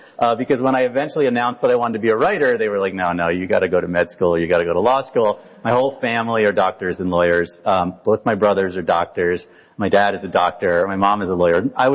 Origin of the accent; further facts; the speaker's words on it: Princeton, New Jersey, United States; born there; I was born in Princeton, New Jersey.